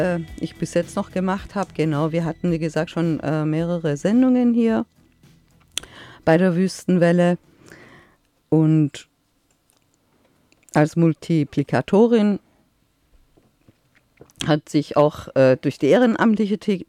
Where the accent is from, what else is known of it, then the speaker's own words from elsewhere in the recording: Iran; Ich komme ja quasi aus dem Orient, ja, aus dem Iran.